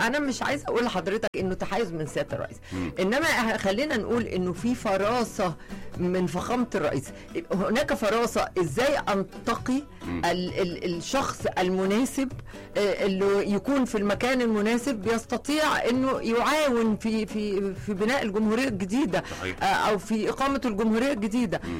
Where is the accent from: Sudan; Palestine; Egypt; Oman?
Egypt; احنا كنا فقدنا الهوية يعني كمصريين